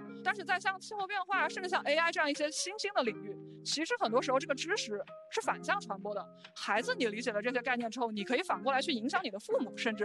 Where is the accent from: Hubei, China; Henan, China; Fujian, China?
Hubei, China; Huanggang; 我出生在湖北黄冈，是一个长江边上的小城。